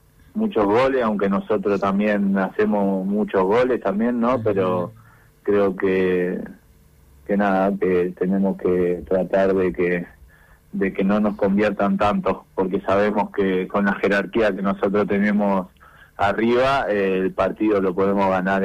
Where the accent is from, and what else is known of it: Berazategui, Buenos Aires Province, Argentina; born there; now in San Isidro, Argentina